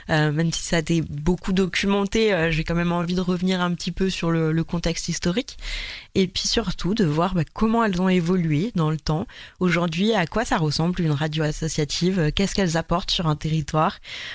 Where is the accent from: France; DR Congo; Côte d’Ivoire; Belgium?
France; Provence-Alpes-Côte d'Azur; Je viens du Var, du centre Var. Et en fait, chez mes parents, on ne captait vraiment pas de radio locale.